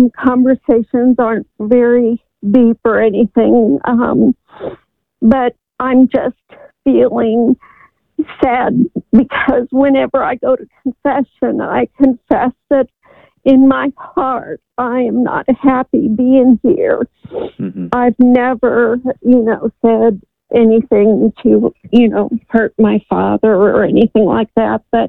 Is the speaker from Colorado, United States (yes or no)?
yes; Colorado, United States; now in Massachusetts, United States; I came from Colorado, and I ended up needing to sell my condo, and I've just been here. I don't consider myself a Massachusetts person